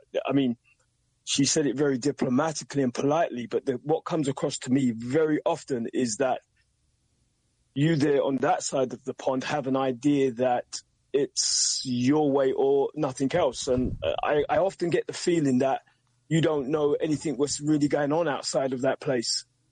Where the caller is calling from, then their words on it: East London, London, United Kingdom; I'm calling from East London, United Kingdom.